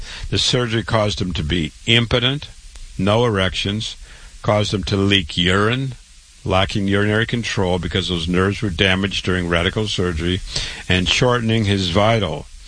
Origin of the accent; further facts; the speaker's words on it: Waterloo, Iowa, United States; I'm a board-certified, triple board-certified cancer doctor. I was born and raised in Waterloo, Iowa.